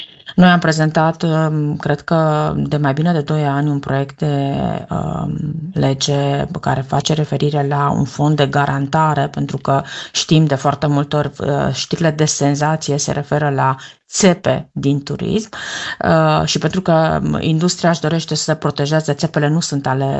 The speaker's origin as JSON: {"language": "Romanian", "town": "Baia Mare", "region": "Maramureș County", "country": "Romania", "said": "pentru un turist din Baia Mare, pentru că eu sunt din Baia Mare"}